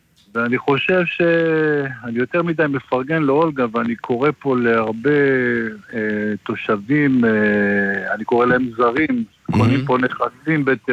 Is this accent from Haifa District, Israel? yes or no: yes; Hadera, Haifa District, Israel; אנחנו, אולגה ותיקה